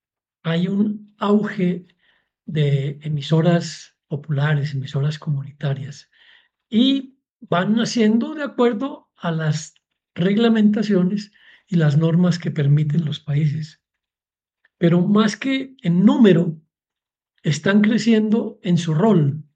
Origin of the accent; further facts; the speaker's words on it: Colombia; now in Ecuador; yo hablo también por mi país de origen, Colombia